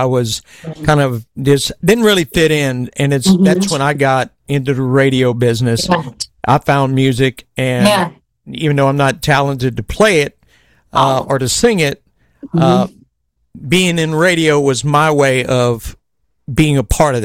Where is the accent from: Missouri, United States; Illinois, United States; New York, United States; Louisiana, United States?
Louisiana, United States; now in Arkansas, United States; I'm from Louisiana, so it's like it's a whole different world. You get south of Interstate 10 and you get around Baton Rouge, New Orleans, Lafayette area. You've got the deep rich Cajun accent. Where I'm living in Arkansas now, you have a southern drawl in it